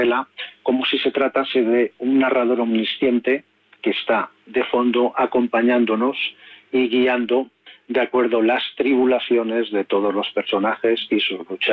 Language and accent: Spanish; Zamora, Castile and León, Spain; born there; Zamora, mi tierra natal